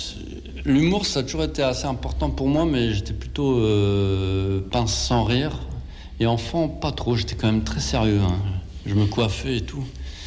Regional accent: Lille, Hauts-de-France, France; Ah, moi je viens de Lille.

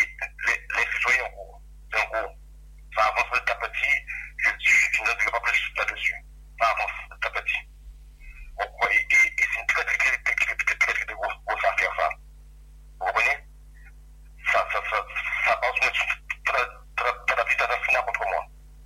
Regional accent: Guadeloupe; now in France; moi, je suis un Guadeloupéen et j'ai le mental.

